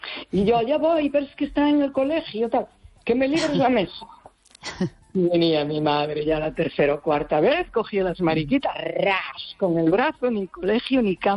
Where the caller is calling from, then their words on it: Galicia, Spain; del Barbanza.